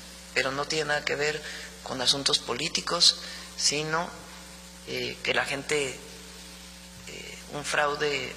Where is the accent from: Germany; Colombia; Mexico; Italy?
Mexico